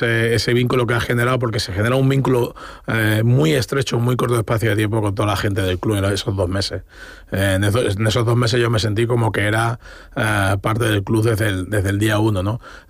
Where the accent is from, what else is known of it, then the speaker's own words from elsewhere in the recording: Plasencia, Extremadura, Spain; also born or lived in Cáceres; en Plasencia, mi ciudad natal, y en Cáceres, en la que he vivido los últimos 20 años